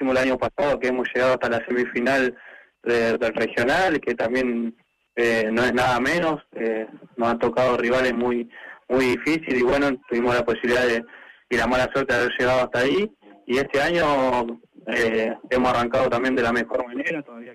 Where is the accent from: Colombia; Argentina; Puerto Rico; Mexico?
Argentina; Quilmes, Buenos Aires Province; born there; moved away as an adult; Yo de Buenos Aires, de Quilmes.